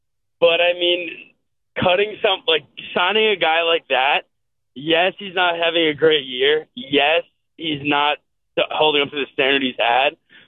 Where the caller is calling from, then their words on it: New Jersey, United States; I'm just a Jersey boy, you know.